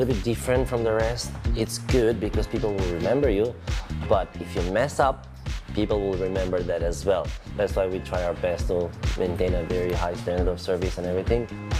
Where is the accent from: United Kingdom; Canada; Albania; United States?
Albania; now in Singapore; Like, I come from Albania.